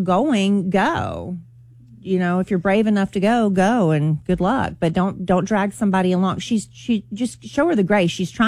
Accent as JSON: {"language": "English", "country": "United States", "tie": "born there", "said": "I'm very, very thankful that I was born in America."}